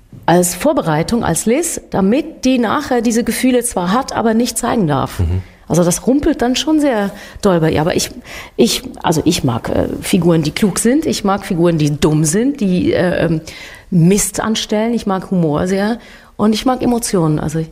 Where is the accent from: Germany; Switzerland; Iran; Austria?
Switzerland; Was ich aber toll daran finde, ist, es auch bei uns in der Schweiz jetzt gerade, blase ich mich gerne mal auf, weil wir Schweizer sind ja sonst so bescheiden